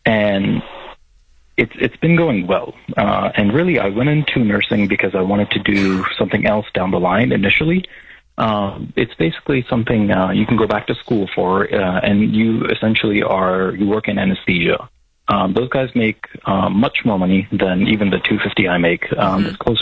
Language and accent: English; Florida, United States; I'm from Florida, and we make crap money there, and we get paid a whole lot more here on the West Coast. That's one of the reasons I came out here.